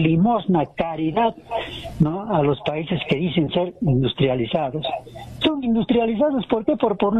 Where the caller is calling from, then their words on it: Peru; como peruano